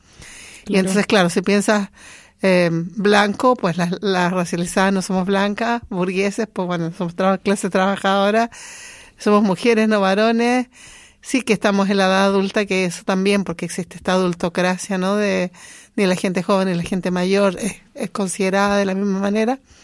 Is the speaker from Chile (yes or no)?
yes; Chile; now in Spain; llevaba como 20 años viajando como chilena por el mundo